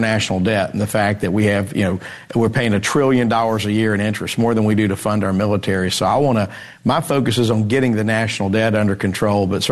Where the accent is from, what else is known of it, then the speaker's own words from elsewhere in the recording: North Carolina, United States; born and raised in North Carolina